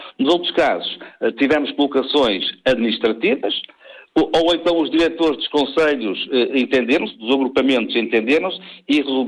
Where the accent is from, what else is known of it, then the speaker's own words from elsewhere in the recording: North, Portugal; no meu caso, sou do Norte